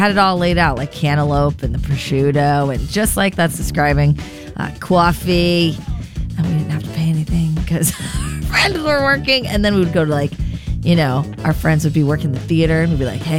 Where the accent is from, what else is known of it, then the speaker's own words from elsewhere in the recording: Santa Barbara, California, United States; growing up in Santa Barbara